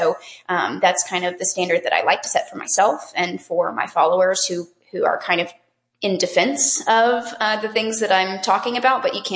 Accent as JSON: {"language": "English", "region": "Texas", "country": "United States", "tie": "born or raised there", "lives_now": "Alabama, United States", "said": "Yes, I was born and raised in Texas. I'm now in Alabama."}